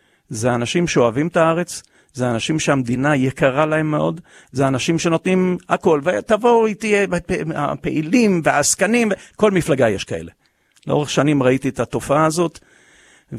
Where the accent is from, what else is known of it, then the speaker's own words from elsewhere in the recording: Ashkelon, Southern District, Israel; born there; also born or lived in Southern United States; 55 שנה לעלייה שלנו לארץ, מהר מאוד, אני גדלתי באשקלון